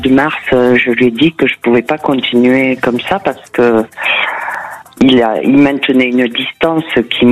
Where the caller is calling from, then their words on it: Occitanie, France; Des Pyrénées-Orientales